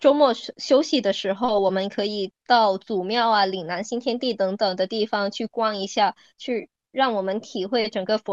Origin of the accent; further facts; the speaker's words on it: Hong Kong; now in China; 会照顾到我们是从香港来的，可能听不懂他们说的普通话的术语